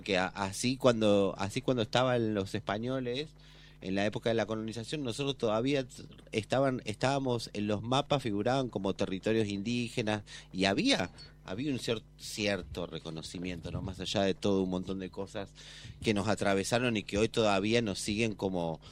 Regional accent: Córdoba, Argentina; nosotros somos comechingones

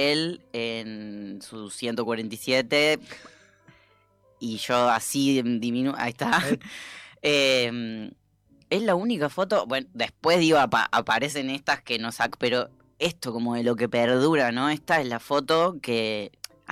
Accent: Laguna Larga, Córdoba, Argentina

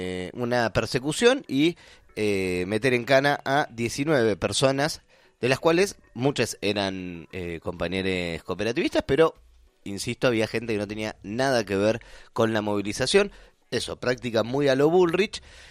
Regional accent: Buenos Aires Province, Argentina; now in La Plata, Argentina; el conurbano, de donde yo vengo.

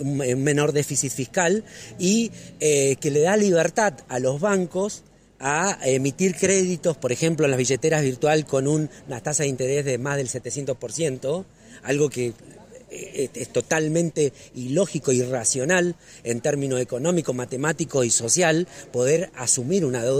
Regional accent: Argentina; esto que nos está sucediendo como argentino

